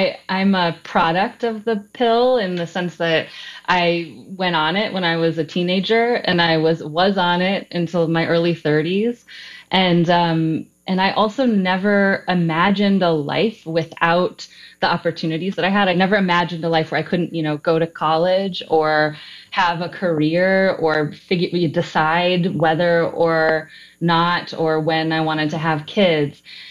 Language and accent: English; Minneapolis, Minnesota, United States; I grew up in Minneapolis, so not too far. I'm a Midwestern girl.